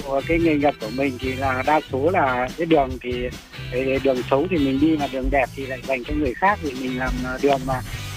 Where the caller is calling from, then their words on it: Phú Thọ, Vietnam; Alo, xin chào Tấn Phú … mình đến từ Phú Thọ.